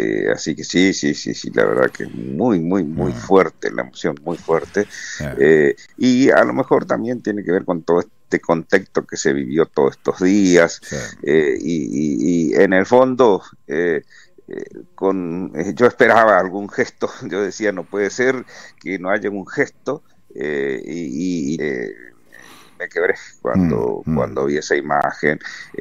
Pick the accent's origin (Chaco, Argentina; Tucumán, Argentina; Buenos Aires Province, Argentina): Chaco, Argentina; soy chaqueño, pero por ese esquema que había antes de los sorteos y esas cosas para cumplir con el servicio militar obligatorio, bueno, me tocó el destino final en Monte Caseros, Corrientes.